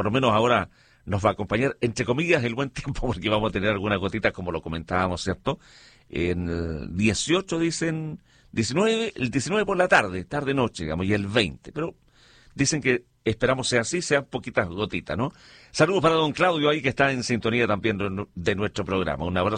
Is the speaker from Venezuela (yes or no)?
no; Chile; como buenos chilenos, orgullosos de nuestro emblema